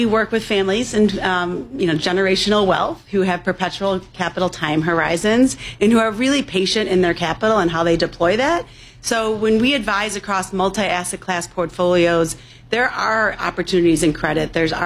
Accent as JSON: {"language": "English", "town": "Chicago", "region": "Illinois", "country": "United States", "tie": "born or raised there", "said": "I grew up on the South Side, went to Mother Macaulay High School."}